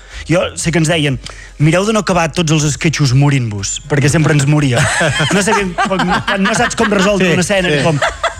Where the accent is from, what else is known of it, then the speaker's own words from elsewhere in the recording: Vic, Catalonia, Spain; Soc fill de Vic, vull dir que tampoc venia de l'altra banda de les muntanyes.